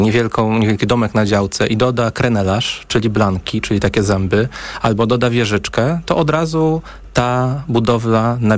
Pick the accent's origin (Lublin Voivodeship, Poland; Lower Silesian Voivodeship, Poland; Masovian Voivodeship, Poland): Lower Silesian Voivodeship, Poland; Wrocław; ja jestem z Wrocławia.